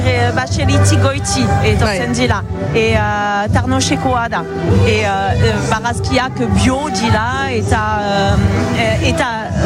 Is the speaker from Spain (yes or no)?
no; Toulouse, Occitanie, France; Basque is a second language; now in Boucau, France; Eta haintzinetik Tolosakoa naiz, hemen frantzian. Eta orain bokalen bizi naiz.